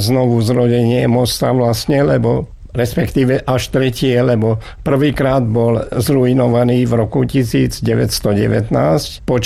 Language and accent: Slovak; Šahy, Nitra Region, Slovakia; born or raised there; moved away; also born or lived in Bratislava